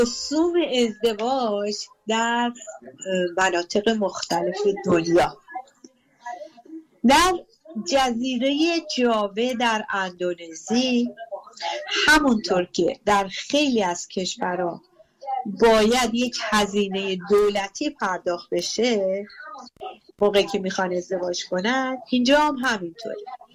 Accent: Mashhad, Razavi Khorasan, Iran; من مشهدیم.

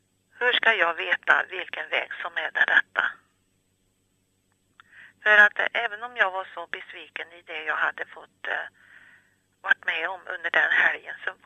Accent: Västra Götaland County, Sweden; now in Ullervad, Sweden; Jag kommer från Dalsland.

